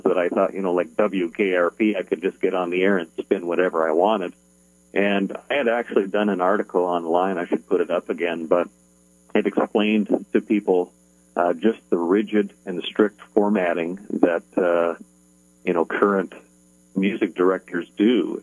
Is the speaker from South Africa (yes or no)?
no; Canada; moved away; I'm originally from Canada